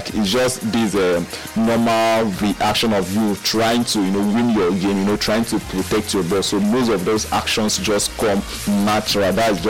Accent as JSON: {"language": "English", "country": "Nigeria", "said": "as a Nigerian"}